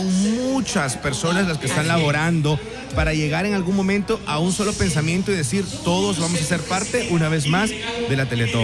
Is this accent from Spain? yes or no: no; El Salvador; hay que unirnos como salvadoreños